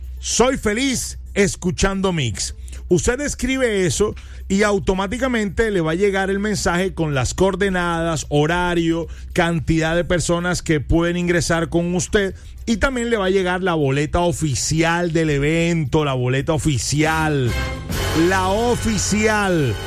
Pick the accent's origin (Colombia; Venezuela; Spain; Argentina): Colombia; Queridos amigos oyentes, tarde, pero llegó. Como buen colombiano.